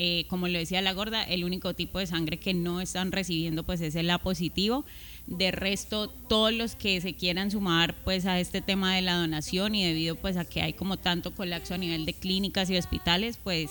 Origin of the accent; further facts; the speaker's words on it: Cali, Valle del Cauca, Colombia; vivirlo como caleños